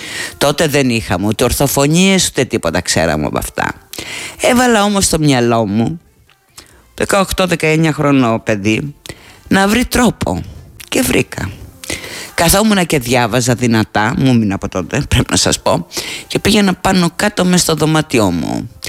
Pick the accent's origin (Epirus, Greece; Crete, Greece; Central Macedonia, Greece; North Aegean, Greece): Crete, Greece; Όσο και αν λατρεύω την Κρήτη, όσο περήφανη και αν είμαι για την πατρίδα μου, αυτό ήξερα, δεν μπορώ να βγαίνω στο ραδιόφωνο και αρχίζω.